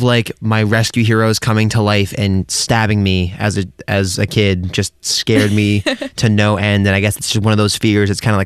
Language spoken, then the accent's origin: English; Massachusetts, United States; And for me, growing up in Massachusetts my whole life, Halloween's always been a big thing, always worth making the trip to Salem.